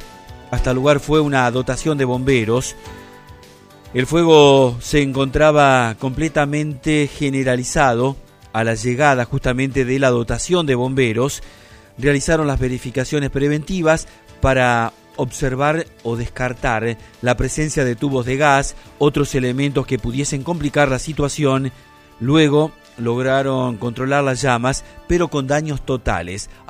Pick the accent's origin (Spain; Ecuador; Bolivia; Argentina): Argentina; Somos argentinos